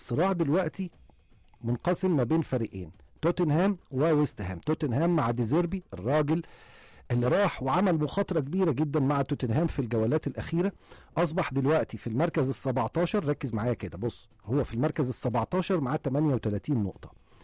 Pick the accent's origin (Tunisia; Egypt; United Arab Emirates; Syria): Egypt; فالنادي ده مش غريب علينا أبدا كمصريين